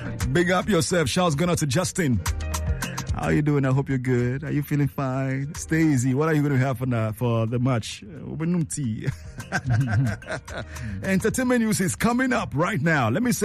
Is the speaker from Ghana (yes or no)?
yes; Ghana; because as a Ghanaian fan and as a Ghanaian, you want to be able to get a draw somehow.